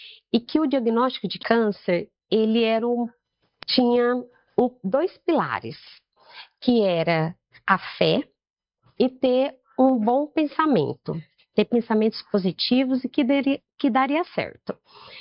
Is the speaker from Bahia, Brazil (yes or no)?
no; Barretos, São Paulo, Brazil; tenho 43 anos, sou daqui de Barretos mesmo.